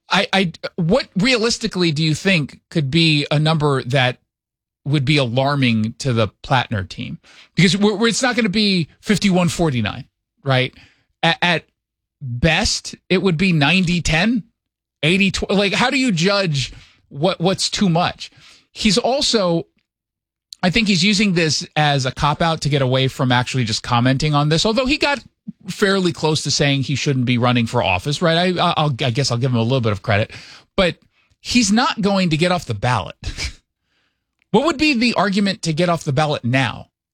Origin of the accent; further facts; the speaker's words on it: Maine, United States; Advocating for working people of Maine has driven me since my days as a commercial lobster boat captain and continue to drive me as a state legislature.